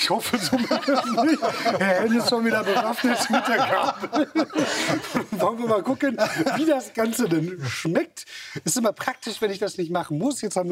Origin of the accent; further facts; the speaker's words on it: North Rhine-Westphalia, Germany; Ich komme aus dem Ruhrgebiet